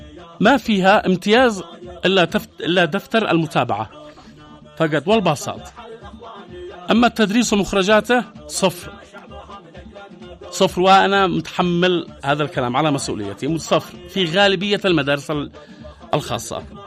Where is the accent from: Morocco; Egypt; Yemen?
Yemen; عندنا في اليمن